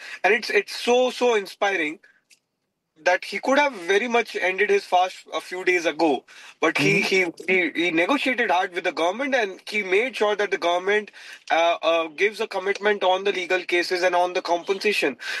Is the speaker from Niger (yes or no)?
no; Jaipur, Rajasthan, India; my hometown, Jaipur